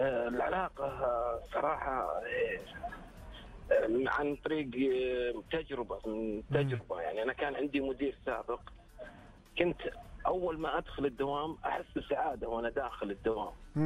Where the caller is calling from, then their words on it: Riyadh, Riyadh Province, Saudi Arabia; من الرياض.